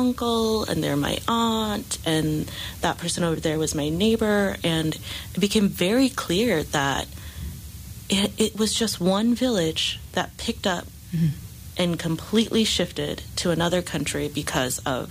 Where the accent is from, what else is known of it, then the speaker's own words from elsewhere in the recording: New Mexico, United States; I think growing up in New Mexico as an Asian person was challenging